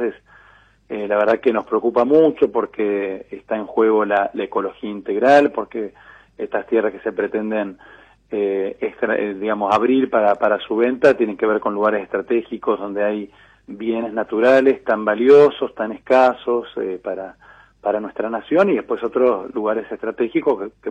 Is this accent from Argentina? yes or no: yes; Argentina